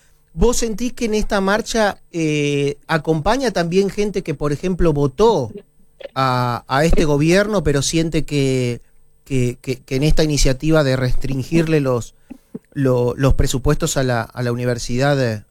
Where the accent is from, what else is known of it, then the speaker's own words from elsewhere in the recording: Argentina; Cuando te preguntan qué cosas te definen a vos como argentino, estas cuestiones te definen.